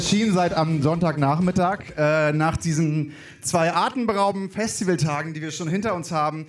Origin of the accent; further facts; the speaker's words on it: Wismar, Mecklenburg-Vorpommern, Germany; born there; gebürtig aus Wismar.